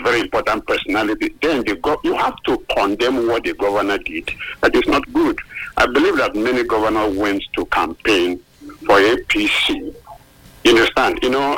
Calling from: Nigeria

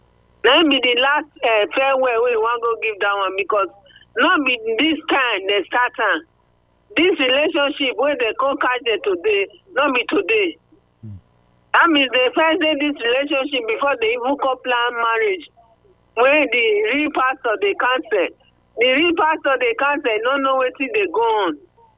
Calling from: Osogbo, Osun, Nigeria; Oh, sir, I came from Ohogbo.

